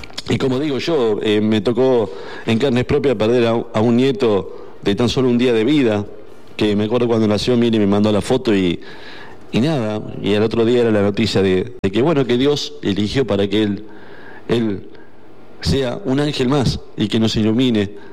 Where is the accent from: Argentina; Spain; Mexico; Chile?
Argentina; Y que le demostramos que las Malvinas siguen siendo argentinas. Que soy muy orgulloso de ser argentino.